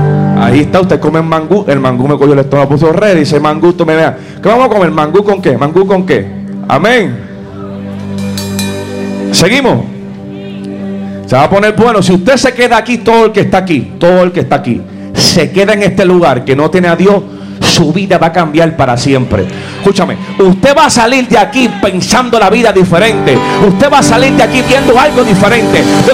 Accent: San Juan, Puerto Rico; Yo nací en San Juan, Puerto Rico.

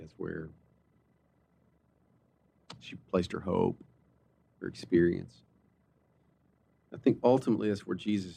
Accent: Arkansas, United States; I'm from Arkansas.

